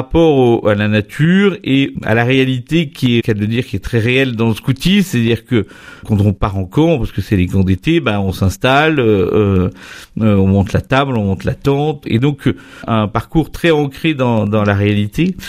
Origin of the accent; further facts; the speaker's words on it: Oyonnax, Auvergne-Rhône-Alpes, France; also born or lived in Lyon; Je suis originaire de Oyonnax.